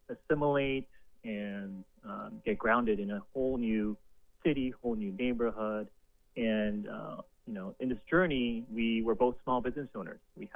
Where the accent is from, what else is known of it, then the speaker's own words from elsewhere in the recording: South Korea; also born or lived in Los Angeles, United States / New York, United States; now in United States; Keo and I we're both Korean. We're immigrants from Korea. We are here in the States now.